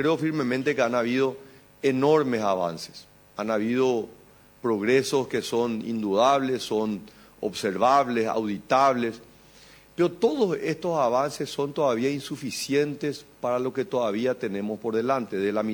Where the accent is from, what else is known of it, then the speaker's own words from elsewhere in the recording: Paraguay; como un paraguayo orgulloso de nuestra nación